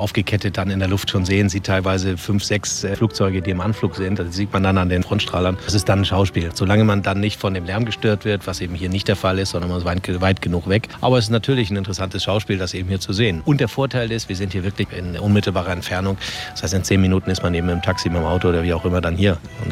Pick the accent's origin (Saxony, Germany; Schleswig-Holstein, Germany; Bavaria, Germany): Schleswig-Holstein, Germany; Flensburg; Ja, ich komme ursprünglich aus dem Norden, aus Flensburg.